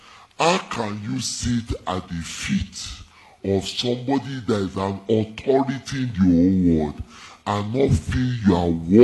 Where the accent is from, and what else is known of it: Ibadan, Oyo, Nigeria; born or raised there